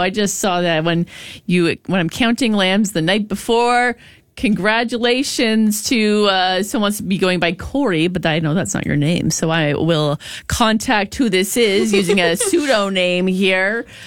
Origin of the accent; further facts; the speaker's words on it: Sydney, New South Wales, Australia; I grew up working in Greek restaurants in Sydney.